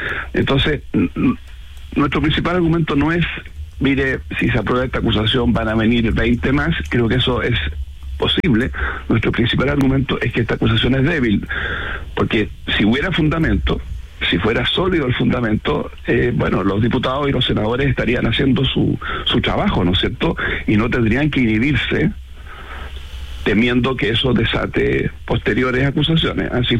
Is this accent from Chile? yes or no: yes; Chile; Yo, como ciudadano chileno